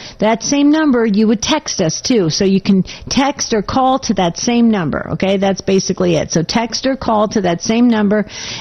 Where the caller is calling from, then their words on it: Gilbert, Arizona, United States; I'm coming in from Gilbert, Arizona, to be exact, and yeah. It's very hot.